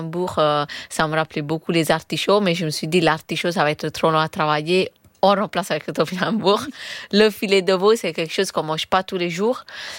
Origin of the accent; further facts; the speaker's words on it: Naples, Campania, Italy; moved away; J'ai grandi à Naples, avec ma famille.